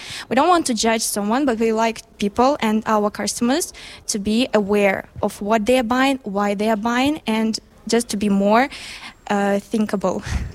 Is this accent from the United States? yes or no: no; Russia; So, as I'm from Russia, I would also like to share the example that nowadays there are a lot of problems with fur usage.